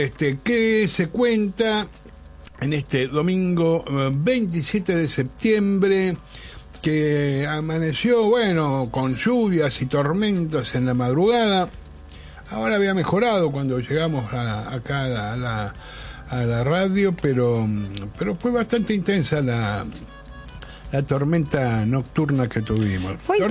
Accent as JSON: {"language": "Spanish", "region": "Buenos Aires", "country": "Argentina", "tie": "born or raised there", "said": "Yo soy porteño, nacido y criado. Amo profundamente esta ciudad, amo a Buenos Aires"}